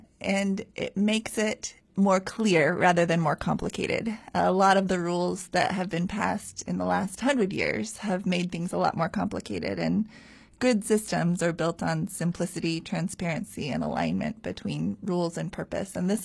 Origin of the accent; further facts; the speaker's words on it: Utah, United States; I'm from Utah